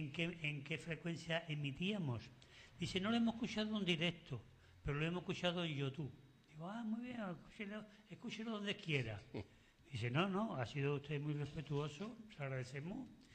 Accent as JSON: {"language": "Spanish", "town": "Seville", "region": "Andalusia", "country": "Spain", "lives_now": "Sanlúcar de Barrameda, Spain", "said": "Yo soy sevillano, trianero, pero a mí me une, como dice, el cordón umbilical, ¿no? El agua de Sevilla con la desembocadura del Guadalquivir en Sanlúcar de Barrameda. Y llevo yo ya aquí pues más de 45 años en Sanlúcar, sin querer."}